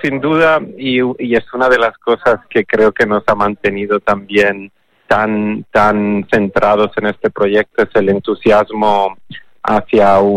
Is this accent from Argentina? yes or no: no; Tarifa, Andalusia, Spain; also born or lived in Italy; Yo, en mi caso, soy italiano, pero me dicen tarifaliano porque crecí en Tarifa desde los 10 años, así que me siento más tarifeño que italiano a veces, pero el acento también me delata.